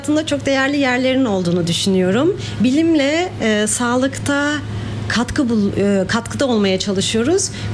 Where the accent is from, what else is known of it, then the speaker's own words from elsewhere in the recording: France; moved away as an adult; also born or lived in Turkey; now in Heidelberg, Germany; Türkiye'de doğdum, Fransa'da büyüdüm ve 2007'de araştırmalarda deneyim için yurt dışına geldim. O da Almanya'ydı.